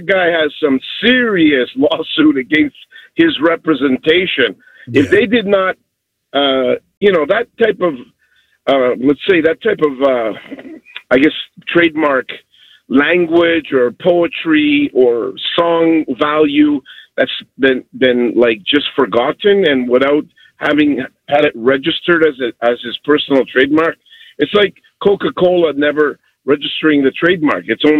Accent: Montreal, Quebec, Canada; We're 514.

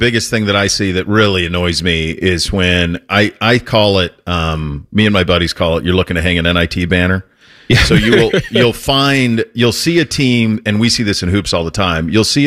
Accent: Montana, United States; moved away; I grew up in Montana.

